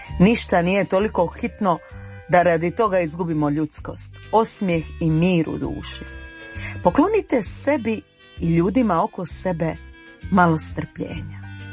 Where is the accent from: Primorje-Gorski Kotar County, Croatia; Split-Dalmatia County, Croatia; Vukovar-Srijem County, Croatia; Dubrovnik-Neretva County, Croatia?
Split-Dalmatia County, Croatia; Split